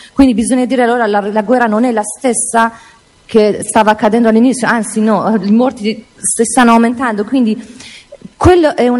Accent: Iran; Io non posso immaginarlo, perché da quando io, essendo iraniana, sono nata

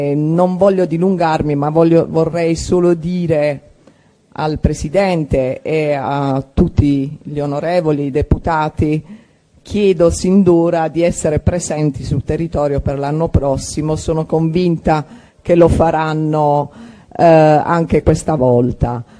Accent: Barletta, Apulia, Italy; vengo orgogliosamente dal sud, dalla Puglia e precisamente da Barletta.

